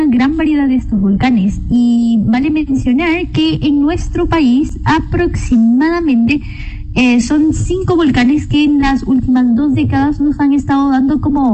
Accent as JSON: {"language": "Spanish", "country": "Ecuador", "said": "las acciones que hemos tomado como ecuatorianos y también como autoridades"}